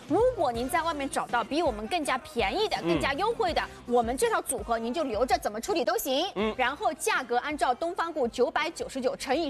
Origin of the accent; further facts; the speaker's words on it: China; 然后我们中国人喜欢大。火猛炒的